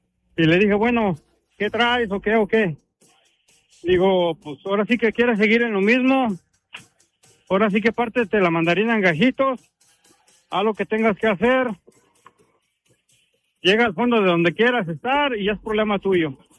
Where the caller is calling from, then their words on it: Mexico City, Mexico; yo nomás soy Chilango